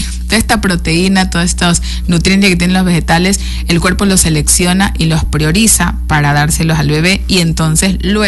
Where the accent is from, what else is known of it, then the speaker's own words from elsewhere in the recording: Esmeraldas, Ecuador; moved away; Yo soy de Esmeraldas. En mi tierra se da mucha agua de coco a una posparto.